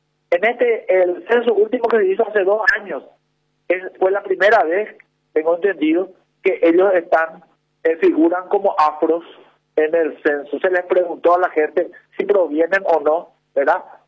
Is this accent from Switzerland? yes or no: no; Paraguay; nosotros como paraguayos